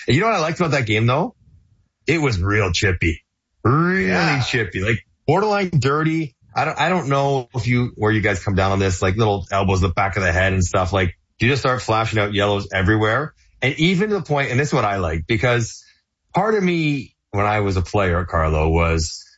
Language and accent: English; Canada; I'm Canadian, not English